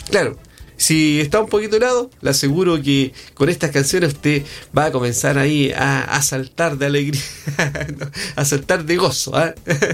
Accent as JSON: {"language": "Spanish", "town": "Coronel", "region": "Biobío", "country": "Chile", "said": "nosotros somos de acá, de Coronel, pues, a nuestro coronel querido, acá en la región del Biobío."}